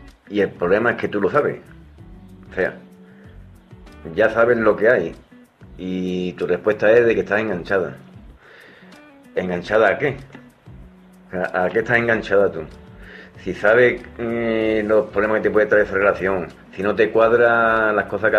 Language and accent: Spanish; Andalusia, Spain; Corresponsales … desde Huelva. A ver, lo primero es pedir disculpas. Por si mi acento y pronunciación, yo que soy de un pueblo cerraillo de Huelva, pues no pronuncio algunas cosas bien o muy rápido